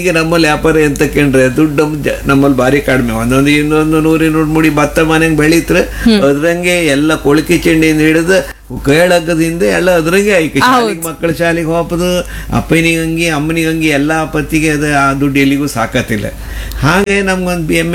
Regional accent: Mallolli, Karnataka, India; ನಾನು ಇಲ್ಲಿಂದ ಒಂದು ಈ ಒಂದು 15-16 ಕಿಲೋಮೀಟರ್ ಆಚೆ ಬಿದ್ಕಲ್ಕಟ್ಟೆ ಹುಣಸಬಕ್ಕಿ ಮಳ್ಳೊಳ್ಳಿ ಅಂತ ಗೊತ್ತಿತ್ತಲ್ಲ, ನಾನು ಹುಟ್ಟಿದ್ದು ಮಳ್ಳೊಳ್ಳಿಗೆ, ನಾವು ಬೆಳೆದು ಮಳ್ಳೊಳ್ಳಿಗೆ.

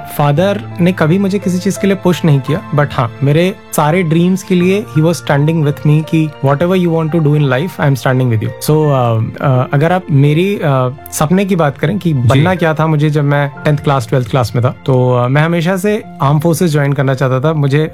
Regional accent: Gonda, Uttar Pradesh, India; moved away as an adult; also born or lived in Noida; basically तो गोंडा से ही हूँ मैं, born and brought up in Gonda, और ग्रेजुएशन तक की पूरी पढ़ाई गोंडा में ही कंप्लीट करी मैंने

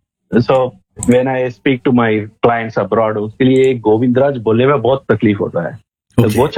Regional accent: Bangalore, Karnataka, India; बैंगलोर, मैं आपका Bangalorean, born in Bangalore, made up in, made in Bangalore, retired in Bangalore. हालांकि मैं मलयाली हूँ, so being in Bangalore you get to be multilingual, सभी भाषा जानता हूँ।

